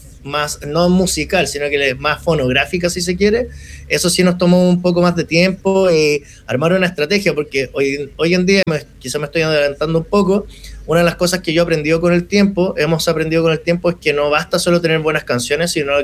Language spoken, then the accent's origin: Spanish; Chile; nosotros tres somos chilenos